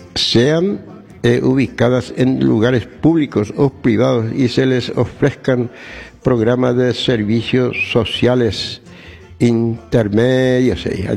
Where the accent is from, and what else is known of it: Paraguay